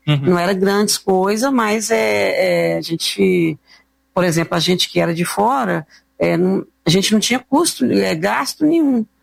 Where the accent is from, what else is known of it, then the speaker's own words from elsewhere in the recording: Piedade do Rio Grande, Minas Gerais, Brazil; also born or lived in Belo Horizonte; Eu saí de Piedade, do Rio Grande, vim para Belo Horizonte para jogar futebol.